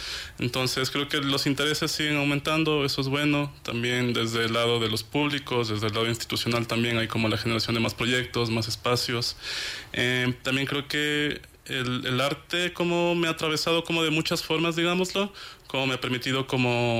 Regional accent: Quito, Pichincha, Ecuador; also born or lived in Loja, Ecuador; nací yo en la ciudad de Loja, crecí acá en Quito y pues estamos rodeados de montañas todo el tiempo

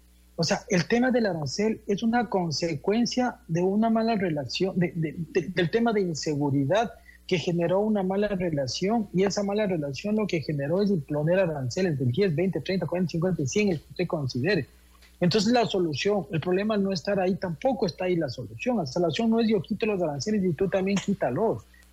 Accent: Ecuador; soy ecuatoriano

